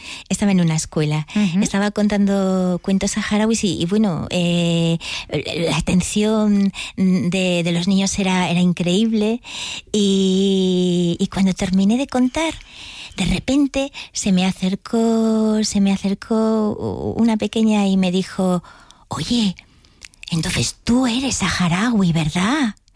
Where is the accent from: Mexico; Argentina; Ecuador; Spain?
Spain; Galicia; soy gallega y conozco un poquillo la tradición oral